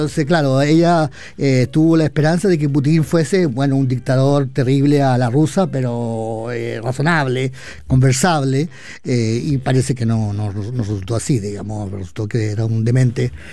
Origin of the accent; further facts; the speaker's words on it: Chile; accent: Chilean; Tengo un acento un poquito como de italiano, digamos, creo yo, para no tener no tener acento chileno.